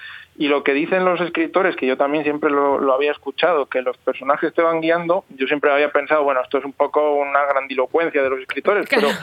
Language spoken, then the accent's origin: Spanish; Valladolid, Castile and León, Spain; moved away; Yo no vivo en Valladolid, pero es volver a casa con mis familiares, con mis amigos, en Noletum, que es la librería donde yo he crecido, donde he ido siempre desde que era pequeño.